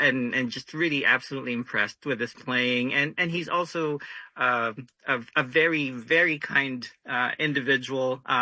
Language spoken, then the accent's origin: English; Philippines; moved away